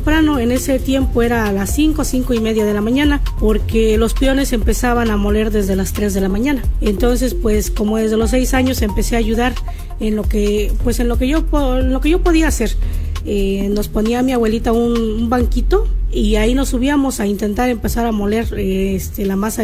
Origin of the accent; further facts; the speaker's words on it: Mexico; Yo soy originaria de la comunidad de Calincla. Pues ahí nací y la mayor parte de mi vida he vivido ahí, en la comunidad de Calincla.